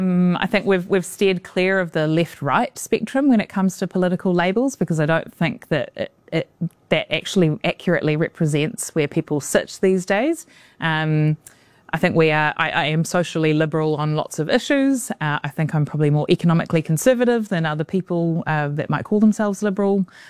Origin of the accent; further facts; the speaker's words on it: Auckland, New Zealand; also born or lived in London; I grew up in Auckland, spent 9 years in London, and now I want to make New Zealand as you know, as awesome as a place it can be